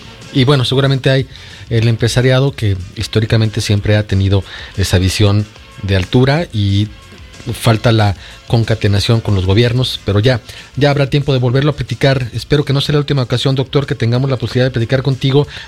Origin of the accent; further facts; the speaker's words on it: Fresnillo, Zacatecas, Mexico; lo sabemos muy bien los que somos de Fresnillo, los que somos de Zacatecas